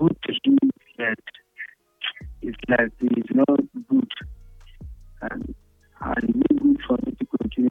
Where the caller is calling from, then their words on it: Federal Capital Territory, Nigeria; from Waru.